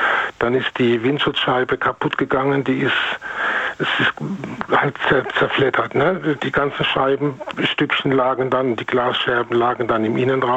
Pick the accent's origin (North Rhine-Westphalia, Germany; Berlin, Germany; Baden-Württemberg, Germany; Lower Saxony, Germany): Baden-Württemberg, Germany; Heidelberg; mit meinem Auto Richtung Heidelberg gefahren, in meinen Heimatort, wo ich ursprünglich herkomme.